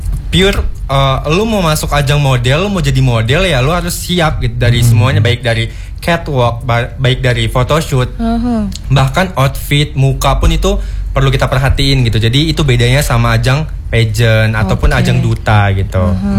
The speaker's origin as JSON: {"language": "Indonesian", "region": "Lampung", "country": "Indonesia", "also_born_or_lived": "Palembang", "said": "gue asli Lampung Palembang"}